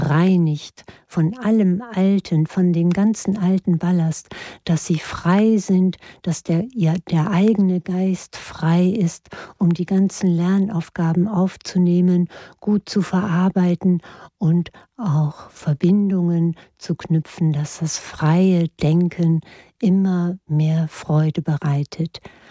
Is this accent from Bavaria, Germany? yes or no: no; Nordhorn, Lower Saxony, Germany; an der Stimme, weil ich komme ja auch aus Nordhorn. Irgendwie hört man das dann, finde ich.